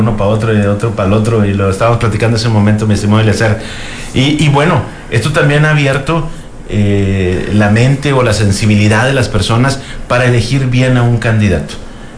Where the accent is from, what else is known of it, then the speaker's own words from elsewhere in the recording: Allende, Coahuila, Mexico; nosotros somos de Allende, ya lo sabes, sí, por ende, ¿no?, de la región 5 Manantiales.